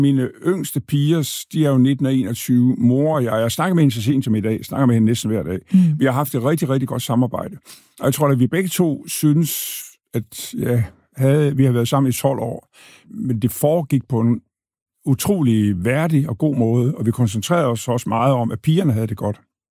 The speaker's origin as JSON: {"language": "Danish", "town": "Thy", "region": "North Denmark Region", "country": "Denmark", "said": "Bunderøv fra Thy. Det har jeg altid været. Og det er ikke, altså, man skal aldrig skilte med det der med, at jeg er fra Jylland"}